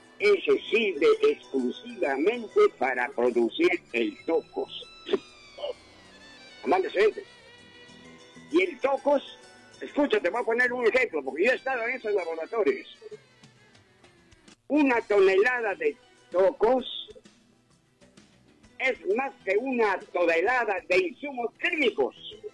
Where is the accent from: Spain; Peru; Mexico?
Peru; Huánuco; mis paisanos de Huánuco